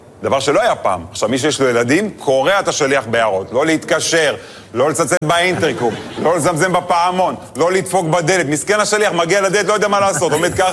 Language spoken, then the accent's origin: Hebrew; Netanya, Central District, Israel; האמת, אני גדלתי בנתניה, לא יצא לי, בחיים לא הייתי שליח בבית, כי אמא טריפוליטאית, אמא מכינה הכל.